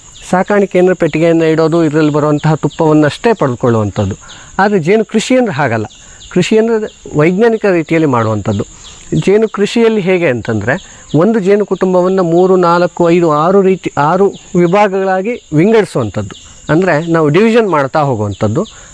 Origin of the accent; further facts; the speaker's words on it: Karnataka, India; ನಮ್ಮ ಮಲೆನಾಡು ಭಾಗಕ್ಕೆ